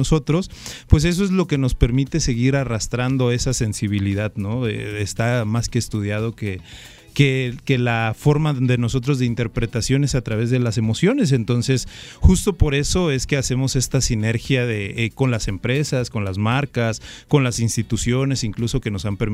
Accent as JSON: {"language": "Spanish", "town": "Acayucan", "region": "Veracruz", "country": "Mexico", "said": "yo soy de Acayucan. Y aunque estamos en Veracruz, culturalmente la forma en la que nosotros nos expresamos en el sur, en el norte y en el centro es totalmente diferente."}